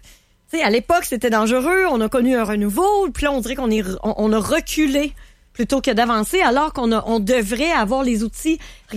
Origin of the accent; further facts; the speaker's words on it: Quebec City, Quebec, Canada; Moi, j'ai toujours aimé le Vieux-Québec. J'ai toujours aimé Saint-Roch parce que, bon, j'ai été élevée dans Saint-Roch et dans les Saules.